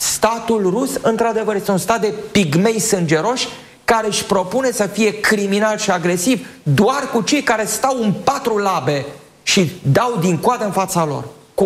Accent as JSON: {"language": "Romanian", "country": "Romania"}